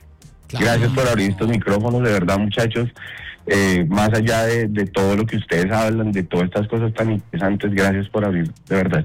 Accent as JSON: {"language": "Spanish", "country": "Colombia", "said": "Hoy no hay nada, hermano. Hoy somos colombianos."}